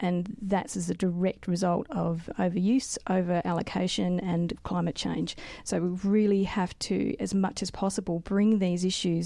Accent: South Australia, Australia; moved away as an adult; now in Mildura, Australia; I grew up in South Australia, moved away and became a geologist, and moved here to work with a mining company called Crystal Mining.

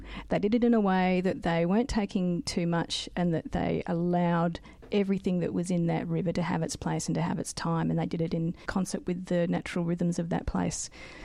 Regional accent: South Australia, Australia; moved away as an adult; now in Mildura, Australia; I grew up in South Australia, moved away and became a geologist, and moved here to work with a mining company called Crystal Mining.

